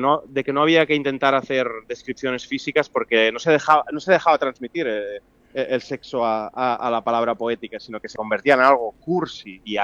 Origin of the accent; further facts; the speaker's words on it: Catalonia, Spain; los de mi tierra